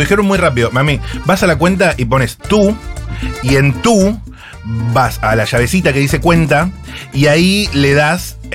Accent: Córdoba, Argentina; Yo como cordobesa

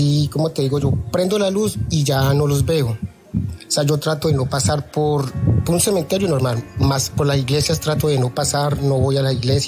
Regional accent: Colombia; now in Peru; Yo soy colombiano, pero vivo ahora en Perú.

